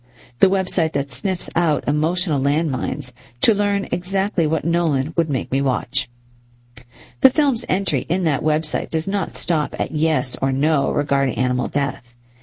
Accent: Monterrey, Nuevo León, Mexico; Growing up in Monterrey, Mexico, I attended a public elementary school where a teacher read the Iliad and the Odyssey aloud to us.

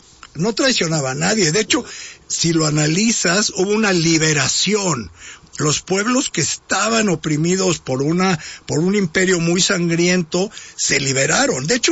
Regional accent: Mexico; los mexicanos no somos españoles, pero tampoco somos pueblos originarios.

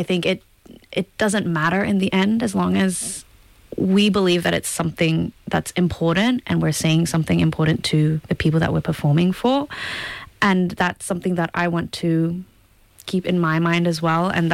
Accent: Australia; also born or lived in Chicago; now in Vienna, Austria; I am very Australian.

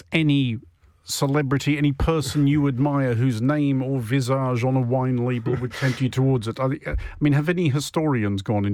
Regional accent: Australia; my fellow Australians

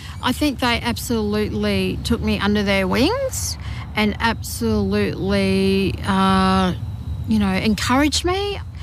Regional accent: Mackay, Queensland, Australia; From those early days, growing up in Mackay, and then we moved around Queensland to outback regions and smaller towns.

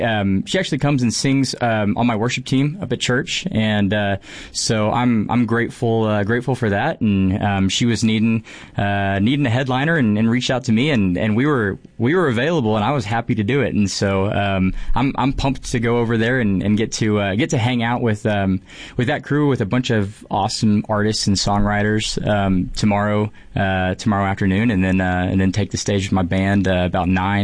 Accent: Amarillo, Texas, United States; Yeah, so I grew up here in Amarillo.

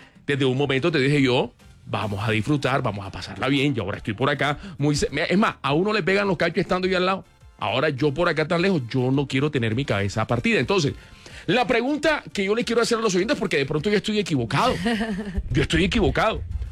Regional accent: Barranquilla, Atlántico, Colombia; moved away; Cuando me vine de Barranquilla... Me vine pues solo.

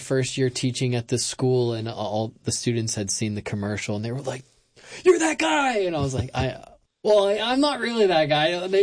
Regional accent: Pittsburgh, Pennsylvania, United States; now in Philadelphia, United States; I kind of got, like, thrown into that just growing up in Pittsburgh and being around that old-time Appalachian, like, music scene.

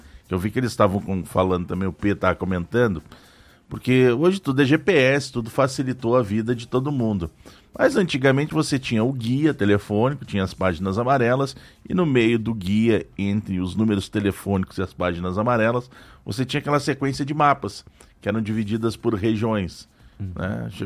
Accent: Rio Grande do Sul, Brazil; now in Brasília, Brazil; as rádios lá do meu país, lá do meu estado, no Rio Grande do Sul

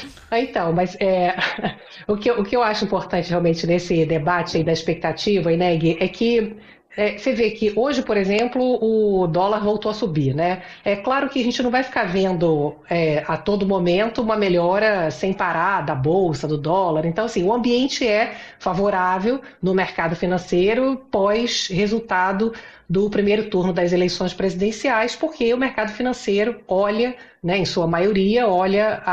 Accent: Rio de Janeiro, Brazil; now in São Paulo, Brazil; eu sou carioca, e eu me lembro que assim que eu cheguei em São Paulo

